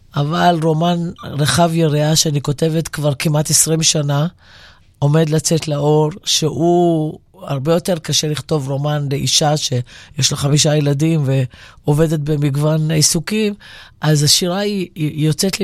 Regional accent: Or Yehuda, Tel Aviv District, Israel; born there; first language Judeo-Arabic (Baghdadi); Hebrew is a second language; אני נולדתי ודיברתי ערבית עד גיל 5. במעברה בכפר אנה אור יהודה.

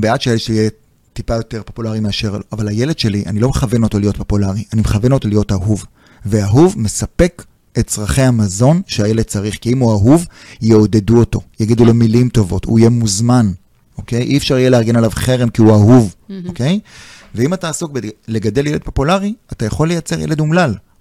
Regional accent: Jerusalem, Jerusalem District, Israel; born or raised there

